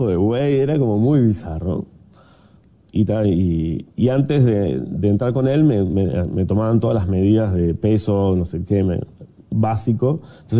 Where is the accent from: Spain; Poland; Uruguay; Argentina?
Uruguay; Montevideo; yo soy uruguayo